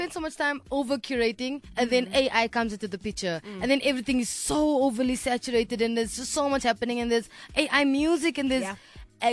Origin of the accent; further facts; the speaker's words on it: South Africa; being South African. I thought because we're so diverse, I knew everything.